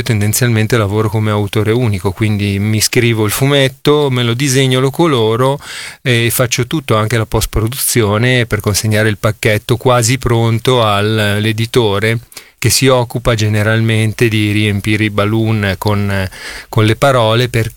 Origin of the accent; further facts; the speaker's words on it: Milan, Lombardy, Italy; Sì, io sono di Milano e provengo proprio dal quartiere di Ponte Lambro.